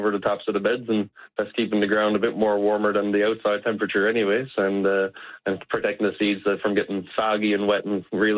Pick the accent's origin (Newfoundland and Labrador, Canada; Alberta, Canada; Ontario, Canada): Newfoundland and Labrador, Canada; Witless Bay; born or raised there